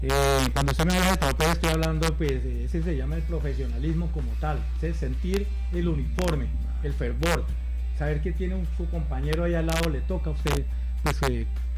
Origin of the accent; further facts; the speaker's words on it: Colombia; nos unamos como colombianos.